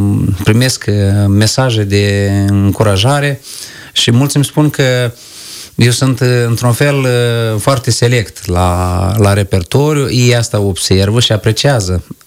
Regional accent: North, Romania; Eu sunt de la Nord, când concertez la Nord, cu siguranță cei de la Nord vor să asculte ceva din așa

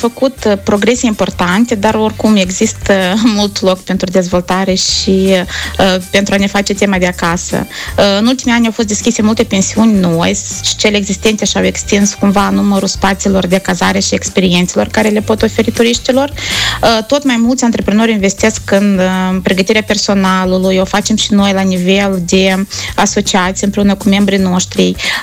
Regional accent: Moldova

